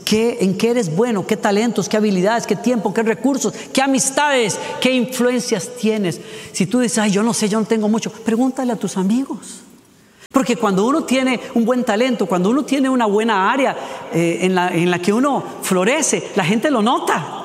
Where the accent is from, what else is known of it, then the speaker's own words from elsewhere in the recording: Costa Rica; moved away as an adult; now in United States; Yo ya vivía aquí en Estados Unidos, fui de regreso a Costa Rica, yo soy de Costa Rica